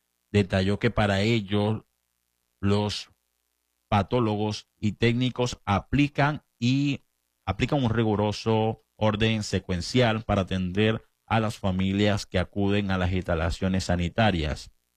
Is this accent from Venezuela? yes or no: yes; Venezuela; también reencontrarnos nosotros mismos como venezolanos